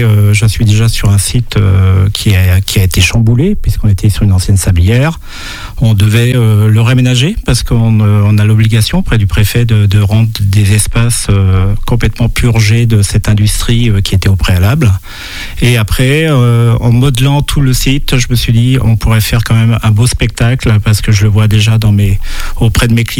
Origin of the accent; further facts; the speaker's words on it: Saint-Jean-de-Monts, Pays de la Loire, France; moi je suis natif de Saint-Jean-de-Mont